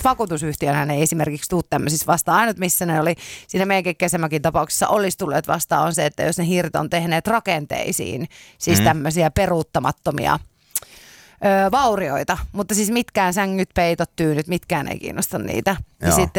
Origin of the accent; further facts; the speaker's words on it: Helsinki, Uusimaa, Finland; helsinkiläisenä